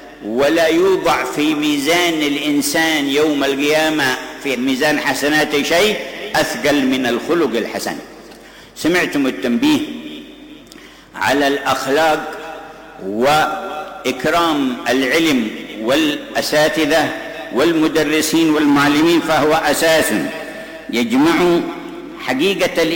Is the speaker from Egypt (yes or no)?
no; Yemen; في بلدتنا ثم في يمننا